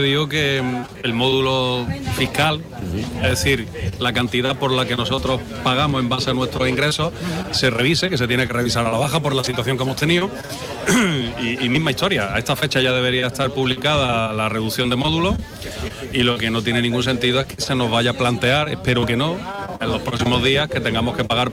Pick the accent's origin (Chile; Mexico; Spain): Spain; Jaén, Andalusia; Yo soy de Jaén.